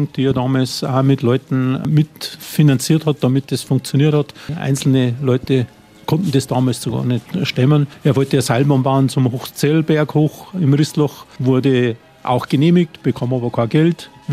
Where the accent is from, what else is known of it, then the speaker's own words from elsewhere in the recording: Bodenmais, Bavaria, Germany; moved away as an adult; also born or lived in Austria / Australia; Geboren hier in Bodenmais, bin ein halber Preuße, was man gut hört.